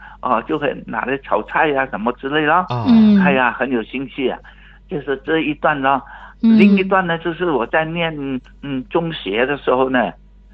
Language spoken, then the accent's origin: Chinese; Hainan, China; 我们海南话叫做锅